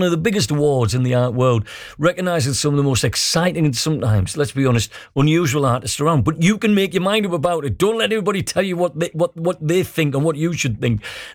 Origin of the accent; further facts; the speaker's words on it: Trimdon, North East England, United Kingdom; I'm from Trimden, okay?